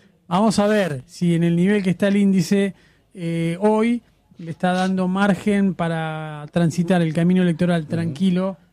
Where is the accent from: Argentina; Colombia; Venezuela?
Argentina; Nos explican desde afuera cómo somos los argentinos.